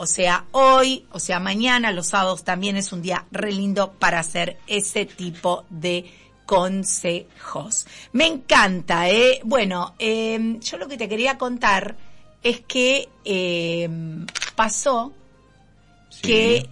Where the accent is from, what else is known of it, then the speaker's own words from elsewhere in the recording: Buenos Aires, Argentina; yo también soy reporteña